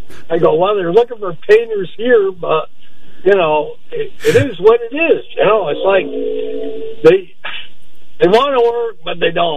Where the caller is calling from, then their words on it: Burlington, Vermont, United States; I'm calling from Burlington.